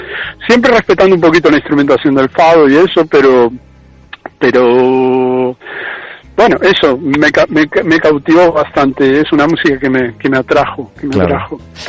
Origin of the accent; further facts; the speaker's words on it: Argentina; now in Fene, Spain; son de mi tierra